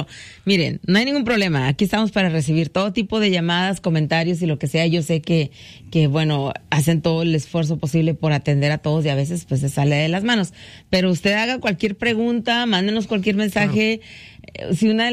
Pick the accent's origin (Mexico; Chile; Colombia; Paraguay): Mexico; Beneficio, estamos haciendo eso, somos mexicanos